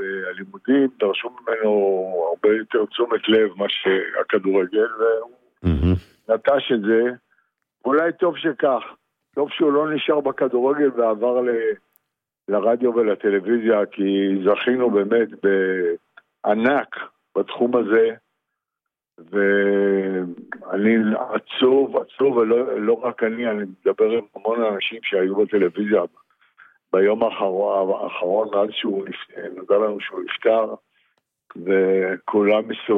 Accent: Netanya, Central District, Israel; אני הייתי מנתניה.

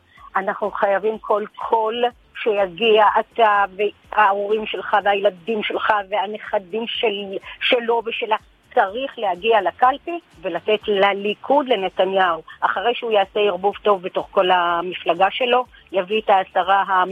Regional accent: Central District, Israel; מאזור השרון.

